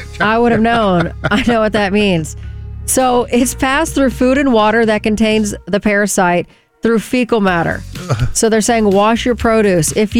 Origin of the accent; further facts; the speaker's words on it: Louisiana, United States; Yeah, my home state, Louisiana, chose birthday cake.